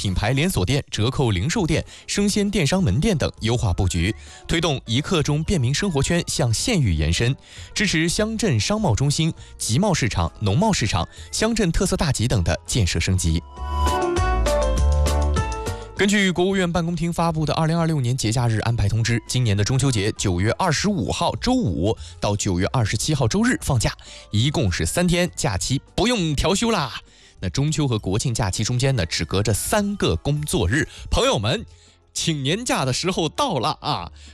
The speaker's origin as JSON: {"language": "Chinese", "town": "Kunming", "region": "Yunnan", "country": "China", "tie": "born or raised there", "said": "我的家乡云南昆明还有西双版纳等地"}